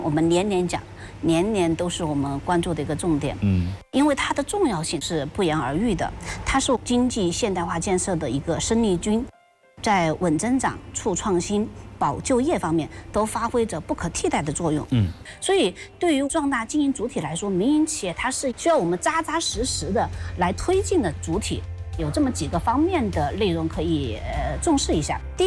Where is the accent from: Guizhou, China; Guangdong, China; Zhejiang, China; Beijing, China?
Guizhou, China; 我们贵州话来说是会容易熄火的